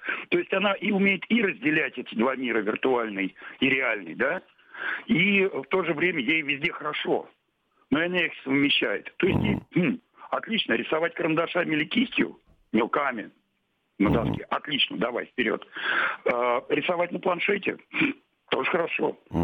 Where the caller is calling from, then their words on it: Moscow, Russia; я из Москвы.